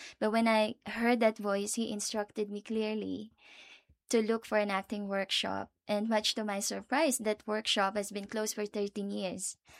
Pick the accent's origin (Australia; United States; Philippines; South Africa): Philippines; moved away as an adult; now in Zambia; I'm from the Philippines.